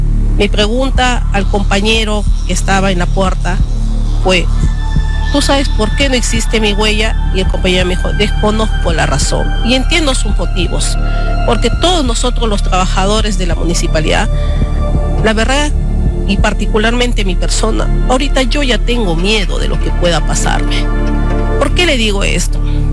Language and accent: Spanish; Iquitos, Loreto, Peru; now in Huaral, Peru; mi madre de 82 años lo ha enviado desde la ciudad de mi ciudad natal, que es Iquitos.